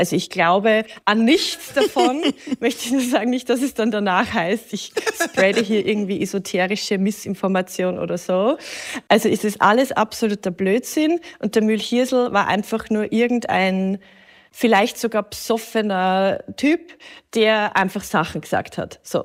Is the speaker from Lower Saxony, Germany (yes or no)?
no; Straubing, Bavaria, Germany; Also das ist so ein bisschen einfach so eine niederbayerische Figur. Ich komme ja aus Straubing.